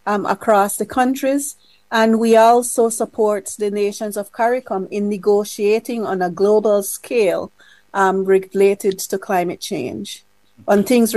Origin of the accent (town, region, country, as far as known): Belize